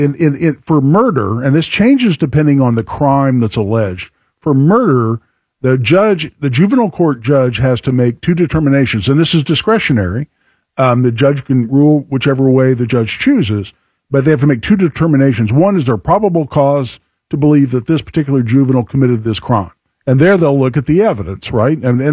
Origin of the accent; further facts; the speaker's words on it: Carmel, Indiana, United States; my neck of the woods, my hometown, Carmel